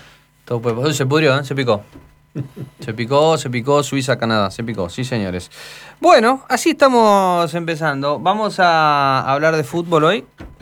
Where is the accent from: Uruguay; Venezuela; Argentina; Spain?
Argentina; Sí, somos argentinos.